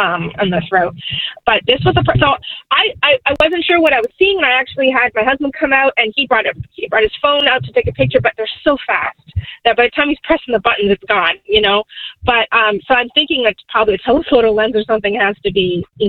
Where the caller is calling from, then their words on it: Easton, Massachusetts, United States; Specifically in Easton, E-A-S-T-O-N.